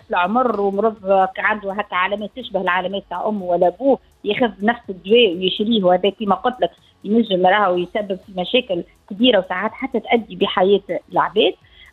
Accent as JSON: {"language": "Arabic", "country": "Tunisia", "said": "عندنا في تونس"}